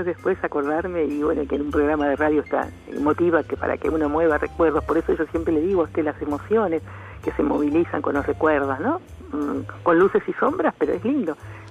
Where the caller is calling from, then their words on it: Chascomús, Buenos Aires Province, Argentina; de Chascomús.